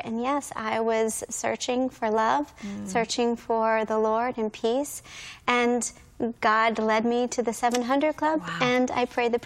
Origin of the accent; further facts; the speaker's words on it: United States; and I was inspired as an American.